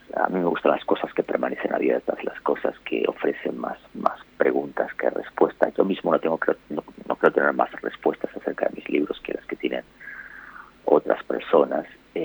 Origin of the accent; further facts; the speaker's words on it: Argentina; moved away; Iba a decir que más allá de que mi acento haya cambiado, que yo lleve hasta el más tiempo viviendo fuera de Argentina que en el país